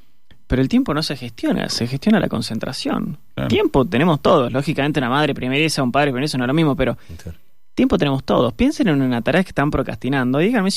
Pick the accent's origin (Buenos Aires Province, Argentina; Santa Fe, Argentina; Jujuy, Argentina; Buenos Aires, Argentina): Jujuy, Argentina